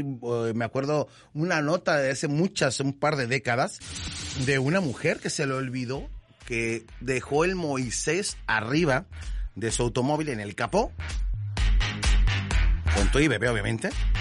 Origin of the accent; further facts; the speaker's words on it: Mexico; cómo nos sentimos muchos mexicanos el día de ayer